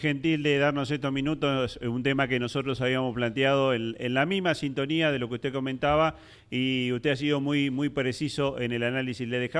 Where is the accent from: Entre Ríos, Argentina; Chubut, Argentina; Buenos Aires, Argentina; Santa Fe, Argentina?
Santa Fe, Argentina; Los santafesinos somos rebeldes históricamente.